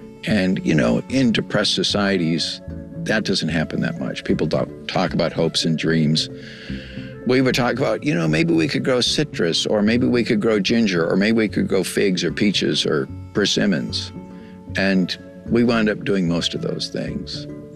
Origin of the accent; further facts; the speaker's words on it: California, United States; moved away as an adult; also born or lived in Hawaii; now in Washington State, United States; We grew up in California.